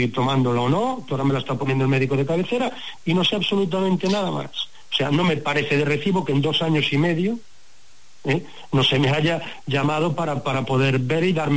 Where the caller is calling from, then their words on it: Pontevedra, Galicia, Spain; De Pontevedra.